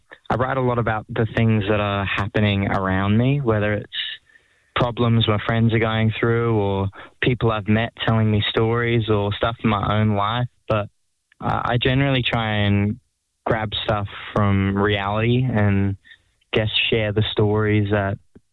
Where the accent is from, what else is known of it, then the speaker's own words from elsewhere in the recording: Sydney, New South Wales, Australia; born there; Yeah, well, I was born in Sydney